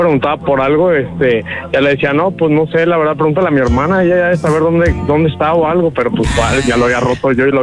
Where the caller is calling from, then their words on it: Guadalajara, Jalisco, Mexico; De acá de Guadalajara.